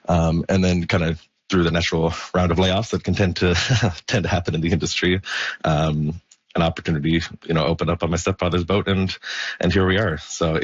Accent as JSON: {"language": "English", "town": "Torres Cove", "region": "Newfoundland and Labrador", "country": "Canada", "tie": "born or raised there", "said": "I grew up in Torres Cove, which is a little village on the southern shore of the island."}